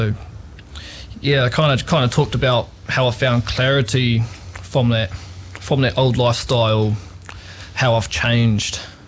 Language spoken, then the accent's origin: English; New Plymouth, Taranaki, New Zealand; I grew up here in New Plymouth. Have lived in many places around the place, many suburbs. I'm currently based out in Arukura